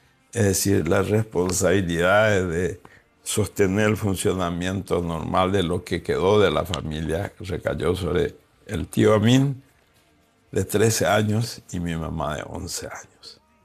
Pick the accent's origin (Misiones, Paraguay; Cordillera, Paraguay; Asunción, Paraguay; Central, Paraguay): Cordillera, Paraguay; Piribebuy; después se radicaron en Piribebuy, donde yo nací ya y donde yo me crié.